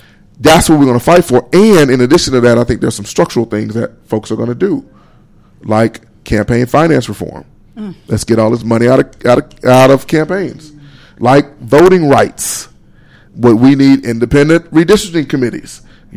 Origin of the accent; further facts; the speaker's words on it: Pine Bluff, Arkansas, United States; I grew up in Pine Bluff. And I went to Watson Chapel Public School District all the way through.